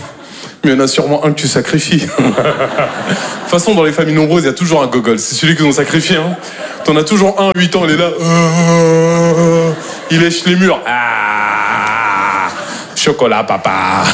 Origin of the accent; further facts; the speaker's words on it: Normandy, France; Moi, je suis normand de base.